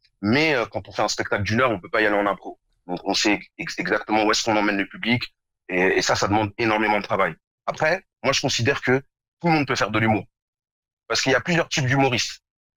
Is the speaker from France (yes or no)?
no; Morocco; parce que moi, je suis marocain, mais je suis aussi noir.